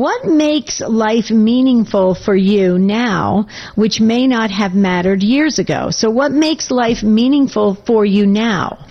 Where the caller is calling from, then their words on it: Gilbert, Arizona, United States; I'm coming in from Gilbert, Arizona, to be exact, and yeah. It's very hot.